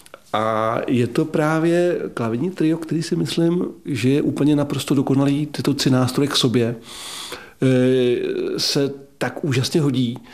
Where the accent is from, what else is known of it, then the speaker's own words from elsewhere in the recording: Polabí, Czechia; tak já pocházím z Polabí